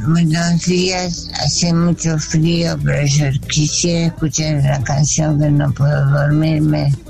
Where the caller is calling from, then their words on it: Córdoba, Argentina; Soy de Córdoba.